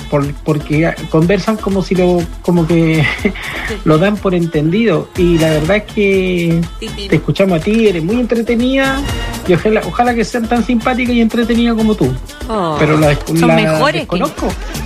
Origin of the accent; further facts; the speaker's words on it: Valparaíso, Chile; Bueno, tú sabes que somos de Valparaíso.